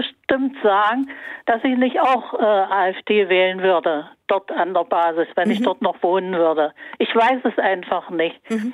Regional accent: Dessau, Saxony-Anhalt, Germany; Aber es ist halt mein Land. Ich komme aus Dessau wie der Dieter Hallervorden und der spricht ja jetzt für die CDU.

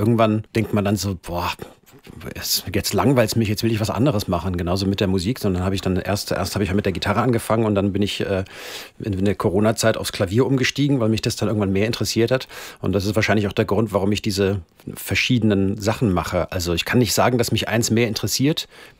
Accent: Frankfurt, Hesse, Germany; accent: Frankfurt dialect; meine Eltern sind beide in Frankfurt aufgewachsen, aber beide keine gebürtigen Frankfurter. Aber wir haben ihn gekonnt, unsere Lehrer haben so gesprochen, wir haben es auf der Straße gehört und so.

